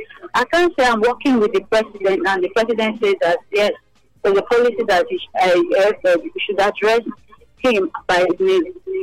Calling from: Nigeria; I'm calling from Benin, New Benin.

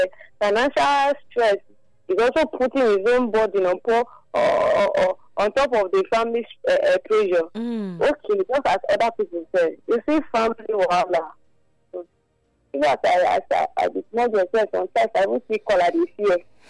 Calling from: Nigeria; From Urama.

